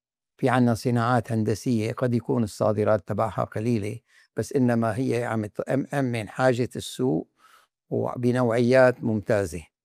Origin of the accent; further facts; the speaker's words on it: Syria; ت لم تكن تنتج عندنا في سوريا.